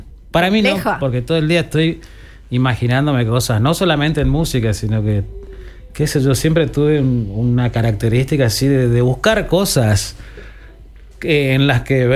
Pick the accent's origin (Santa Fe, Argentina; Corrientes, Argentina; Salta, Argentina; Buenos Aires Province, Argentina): Corrientes, Argentina; así me crié acá en Corrientes con chamameceros.